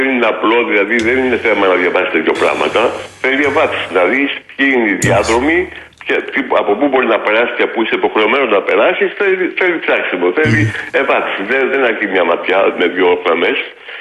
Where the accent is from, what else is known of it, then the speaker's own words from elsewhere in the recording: France; Αφού το έδωσα εξετάσεις, κύριε μου, και από δημοτικό μέχρι πανεπιστήμιο στη Γαλλία σπουδάσα.